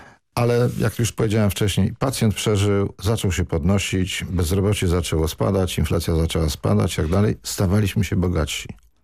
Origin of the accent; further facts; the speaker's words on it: Lubin, Lower Silesian Voivodeship, Poland; now in Warsaw, Poland; Kiedyś z Warszawy do swojego Lubina, skąd pochodzę, jechałem tym małym Fiatem, nie wiem, 7-8 godzin.